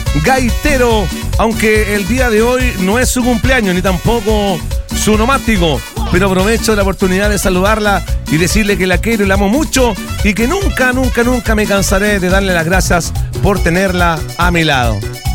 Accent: Santiago, Santiago Metropolitan Region, Chile; Hola, buenas noches, ¿cómo estás? Somos de Santiago, estamos acá en San Alfonso del Mar.

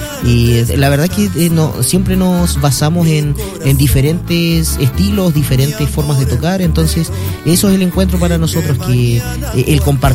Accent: Magallanes and Chilean Antarctica, Chile; para nosotros como magallánicos.

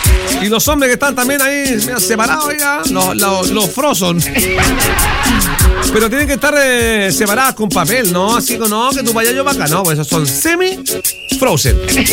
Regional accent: Rancagua, O'Higgins, Chile; yo soy de Rancagua, compartiendo con mi familia.

